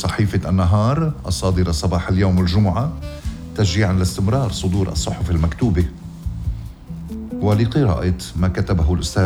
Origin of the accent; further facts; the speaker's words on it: Lebanon; نتيجة الإشياء اللي عم بتصير بوطننا لبنان. أخ يا بلدي لبنان، أخ أخ.